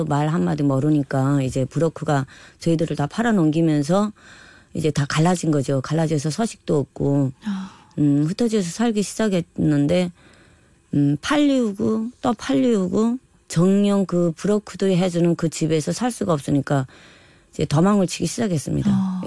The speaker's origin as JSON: {"language": "Korean", "town": "Gapsan", "region": "Ryanggang", "country": "North Korea", "lives_now": "South Korea", "said": "갑산에서 온"}